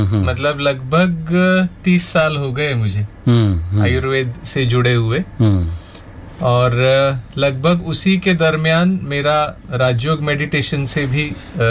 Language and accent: Hindi; Mumbai, Maharashtra, India; moved away as an adult; now in Ratlam, India; basically मैं मुंबई से हूँ लेकिन वर्तमान समय में मैं रतलाम में आयुर्वेद महाविद्यालय है पंडित डॉक्टर शिव शक्तिलाल शर्मा आयुर्वेद कॉलेज, वहाँ पे एक साल से ऊपर मुझे अभी हो गया